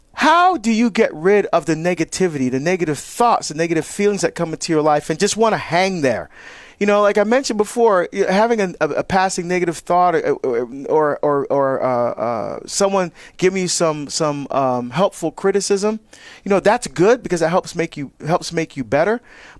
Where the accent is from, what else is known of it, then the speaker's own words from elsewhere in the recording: New Jersey, United States; Jose is calling from my home state of New Jersey